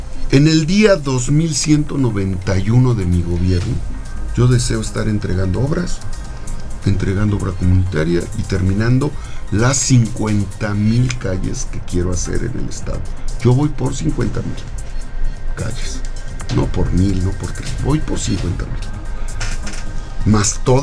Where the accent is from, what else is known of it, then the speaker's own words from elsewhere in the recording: Puebla, Mexico; Soy una persona que viene de, unos dicen, la cultura del esfuerzo. Yo vengo vengo como cualquier poblano, del trabajo.